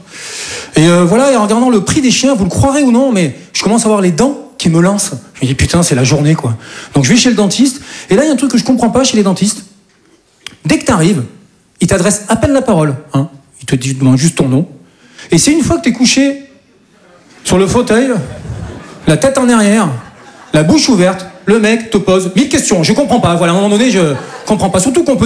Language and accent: French; south of France, France; now in Paris, France; Je dis ça parce que moi, je viens du sud de la France. Et chez nous, c'est un peu plus tranquille, quoi. Et voilà, je suis monté sur Paris, voilà, pour devenir comédien.